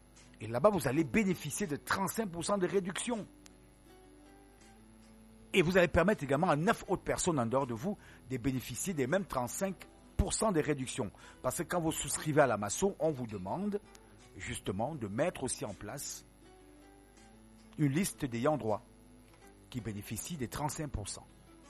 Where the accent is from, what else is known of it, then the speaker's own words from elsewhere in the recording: Cameroon; chez nous au Cameroun